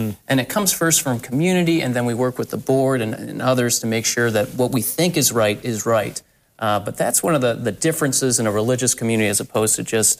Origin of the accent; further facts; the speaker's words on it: Toledo, Ohio, United States; born there; I'm from Toledo. I went to St. Francis.